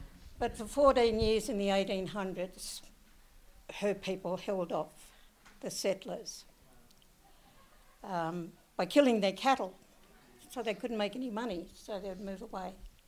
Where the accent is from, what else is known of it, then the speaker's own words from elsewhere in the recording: New South Wales, Australia; I'm not an Australian. I've been Bigamore Gomeroi for 100,000 years